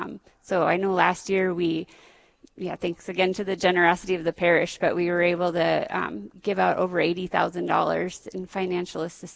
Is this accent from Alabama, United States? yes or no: no; Fargo, North Dakota, United States; And so growing up in Fargo, I think it just is, it's pretty special that, that we have a radio station that, that can help others grow stronger in their faith, and that it is in North Dakota.